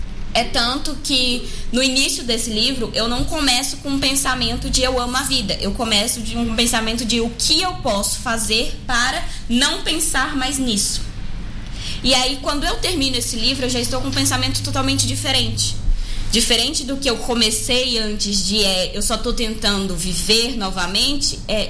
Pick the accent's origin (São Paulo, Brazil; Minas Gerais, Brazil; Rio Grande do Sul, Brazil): Minas Gerais, Brazil; São Francisco; also born or lived in Brasília; now in Divinópolis, Brazil; Não, lá em São Francisco, uma cidadezinha do interior de Minas Gerais.